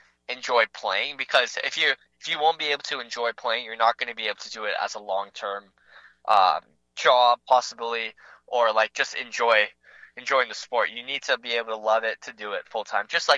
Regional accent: Canada; So yeah, I'm from Canada.

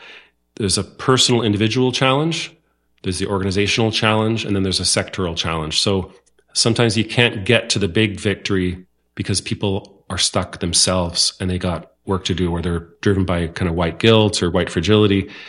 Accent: North Vancouver, British Columbia, Canada; I grew up in North Vancouver, so I'm certainly familiar with the place.

